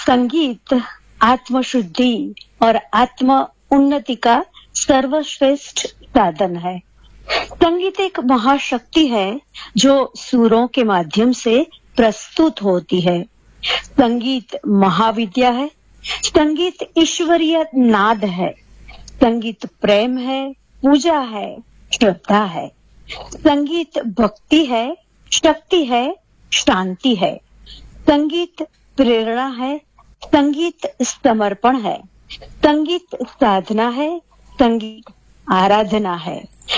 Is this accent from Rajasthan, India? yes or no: no; Gujarat, India; मैं गुजराती हूँ, गुज्जू हूँ, तो कुछ गुजराती में भी कहना चाहूंगी।